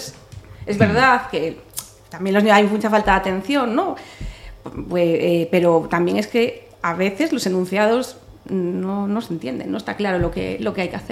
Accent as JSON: {"language": "Spanish", "town": "Narón", "region": "Galicia", "country": "Spain", "tie": "born or raised there", "said": "Yo soy de Narón. Vale. De toda la vida de Dios, de Jubia, de toda la vida de Dios, mis 46, allí."}